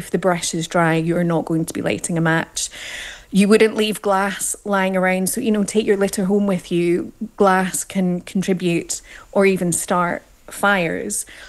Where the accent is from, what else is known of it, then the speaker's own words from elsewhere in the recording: Australia; moved away; I grew up in Australia and had family in the Blue Mountains and spent a lot of time in the Blue Mountains